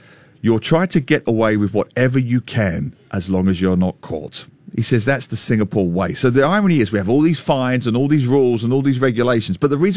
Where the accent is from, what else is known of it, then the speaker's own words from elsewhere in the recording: England, United Kingdom; moved away; when I was a kid growing up in England.